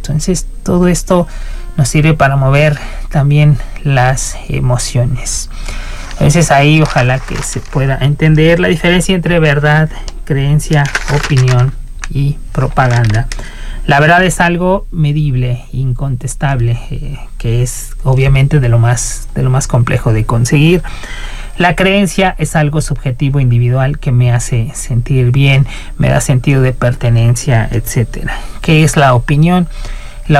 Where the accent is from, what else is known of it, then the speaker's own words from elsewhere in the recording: Seville, Andalusia, Spain; allá en Andalucía, en Sevilla, de donde vengo, 35, 40 grados, tanto que la gente a mediodía de 2, 4 de la tarde no sale, cierra los negocios y demás, ¿no?